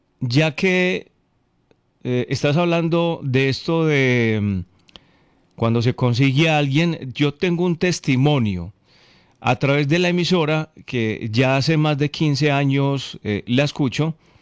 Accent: Concordia, Antioquia, Colombia; Fercho, te cuento, yo soy de Concordia y también conocí a Carlos Adolfo

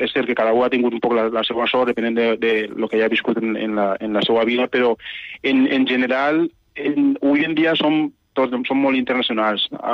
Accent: Equatorial Guinea; now in Ontinyent, Spain; jo vaig néixer, com has dit, en Guinea Equatorial. És un país que va ser, de fet, colònia espanyola.

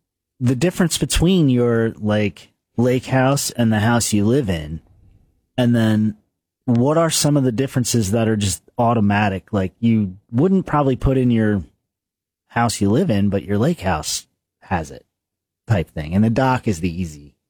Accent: New Jersey, United States; moved away; where I grew up on the Jersey Shores

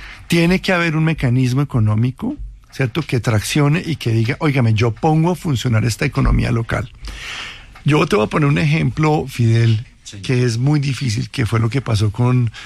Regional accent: Colombia

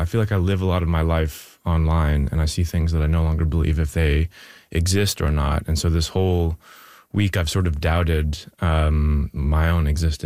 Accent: New Westminster, British Columbia, Canada; I'm from New Westminste

